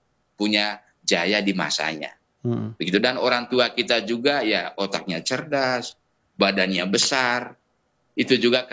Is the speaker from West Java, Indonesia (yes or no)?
no; East Nusa Tenggara, Indonesia; di situasi kita orang NTT yang cuaca sangat ekstrim dengan kekeringan.